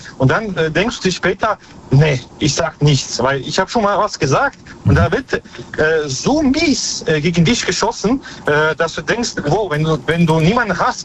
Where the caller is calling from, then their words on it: Baden-Baden, Baden-Württemberg, Germany; Ich komme aus Baden-Baden.